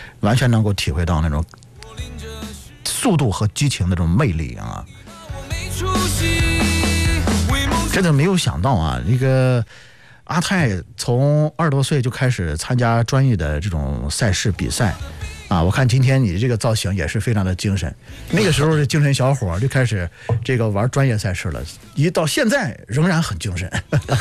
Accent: Tai'an, Shandong, China; 哦，在泰安还是我的老家。

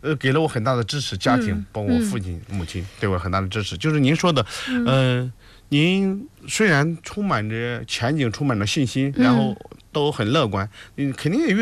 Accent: Shandong, China; also born or lived in Yunnan; now in Qingdao, China; 作为一个山东人啊，这种骨子里的这种情感，或者我觉得我是非常非常传统的一个山东男人，我就想着一定要回家

